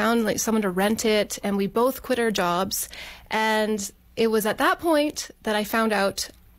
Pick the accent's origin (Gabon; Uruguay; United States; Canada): Canada; Edmonton, Alberta; Oh, I grew up in Edmonton, Alberta, which is the capital, and I grew up in a, you know, typical Christian middle-class family